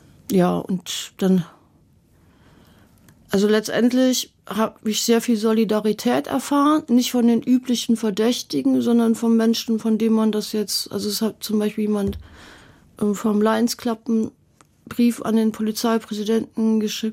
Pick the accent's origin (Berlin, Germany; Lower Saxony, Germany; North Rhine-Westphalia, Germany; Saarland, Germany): North Rhine-Westphalia, Germany; Cologne; das war schon davor nicht mehr so cool in Köln, aber da war mir klar, ich bin hier einfach nicht mehr heimisch.